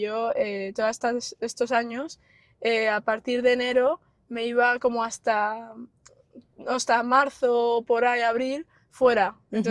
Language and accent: Spanish; León, Castile and León, Spain; y estudié toda la vida aquí en León en Pastorinas.